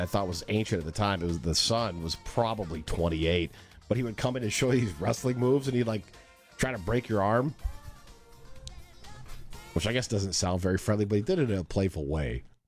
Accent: Michigan, United States; Growing up in Michigan, every can is 10 cents, so you didn't throw them away, and you'd go, you know.

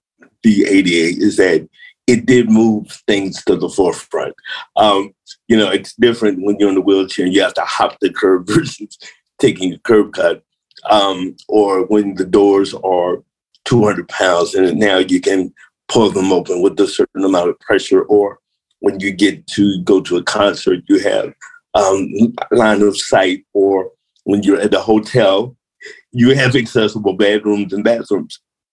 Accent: St. Louis, Missouri, United States; I came from St. Louis, Missouri, at the end of the 60s and the 70s. And it's very segregated. It was the northernmost antebellum South State.

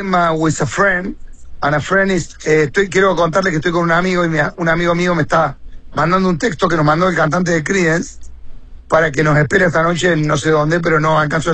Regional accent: Córdoba, Argentina; Entonces yo le digo, soy de Córdoba.

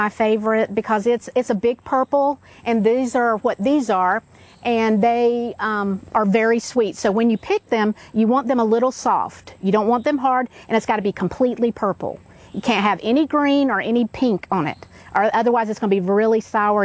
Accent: Atlanta, Georgia, United States; I grew up in Atlanta. Farming was not in my background.

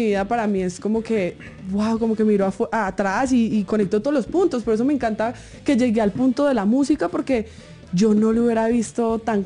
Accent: Bello, Antioquia, Colombia; accent: paisa; also born or lived in Andes, Antioquia / Medellín; Yo soy muy de barrio, vea. Yo nací en Andes, Antioquia. Eso es un municipio.

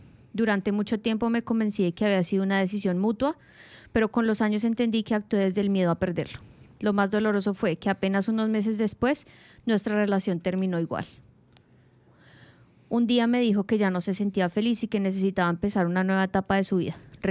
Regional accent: Medellín, Antioquia, Colombia; now in Melbourne, Australia; Soy de Medellín y llegué a Melbourne en 2011. Conocí a Sebastián en mis primeros meses en Australia.

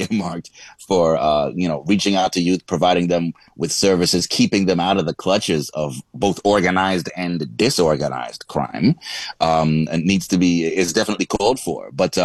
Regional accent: Montreal, Quebec, Canada; moved away; also born or lived in United States; since I came back to Montreal from the States, which was about 11 years ago.

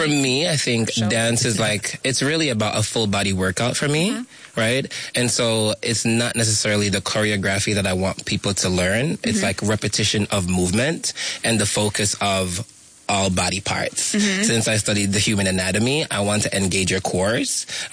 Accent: Jamaica; Well, I am Jamaican. First of all, happy Pride, everyone. I grew up Jamaican.

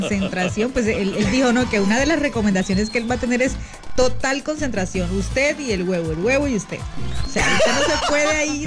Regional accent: Caribbean coast, Colombia; nosotros somos costeños, nuestra cultura siempre es como muy mal pensadita

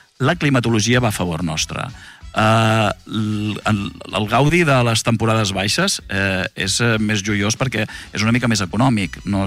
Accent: Cambrils, Catalonia, Spain; Jo sóc de Cambrils.

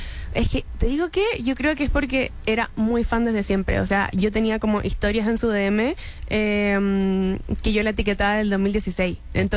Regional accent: Chile

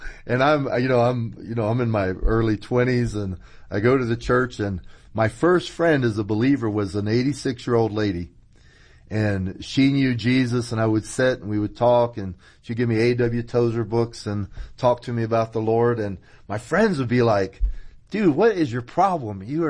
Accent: Tampa, Florida, United States; I was raised in Tampa.

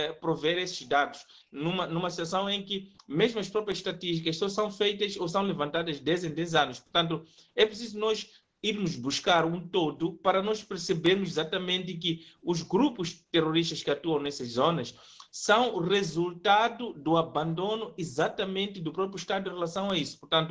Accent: Mozambique

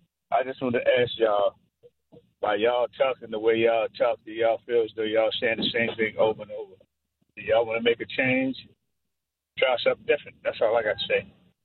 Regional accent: Baltimore, Maryland, United States; Yeah, man. I'm from Baltimore, Carl.

